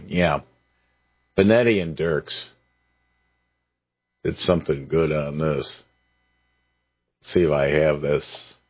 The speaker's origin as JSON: {"language": "English", "town": "Detroit", "region": "Michigan", "country": "United States", "tie": "born or raised there", "moved": "yes", "lives_now": "Holland, United States", "said": "the area where I was growing up in Detroit."}